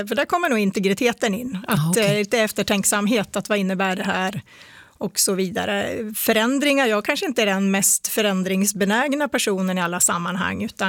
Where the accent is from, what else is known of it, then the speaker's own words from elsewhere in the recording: Jämtland County, Sweden; Jag är delvis uppvuxen i Härjedalen. Min familj hade en liten stuga i Tännäs som inte ligger så många mil ifrån Vemdalen.